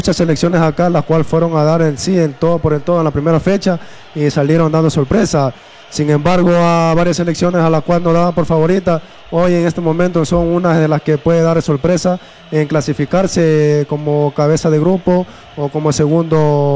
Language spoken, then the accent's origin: Spanish; Ecuador; nuestra selección ecuatoriana